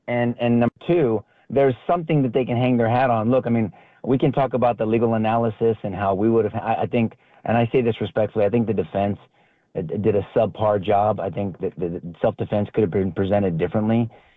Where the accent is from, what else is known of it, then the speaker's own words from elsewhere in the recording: United States; I'm a child of God first. I'm an American. I'm a husband. I'm a daddy who happens to be of Lebanese Mexican descent